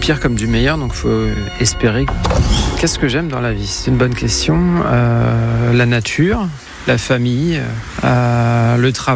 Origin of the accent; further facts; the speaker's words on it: Compiègne, Hauts-de-France, France; Moi, je viens de Compiègne, j'étais dès que possible en forêt pour courir